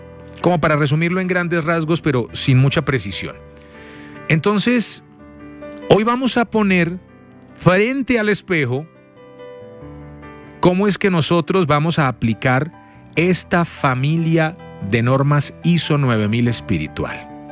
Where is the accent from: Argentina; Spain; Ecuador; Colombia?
Colombia; Soy ciudadano colombiano. Por cédula, nací el 01-01 de 1980.